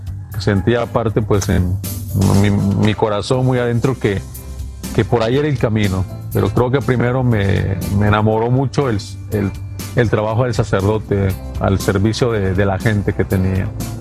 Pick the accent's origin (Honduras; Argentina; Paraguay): Honduras; now in Mexico; Honduras de la Iglesia Católica. Ni un sacerdote, ni una catequista, nada. Nunca entré a una iglesia católica en mi país. Todo esto lo hice aquí en México, donde nace mi fe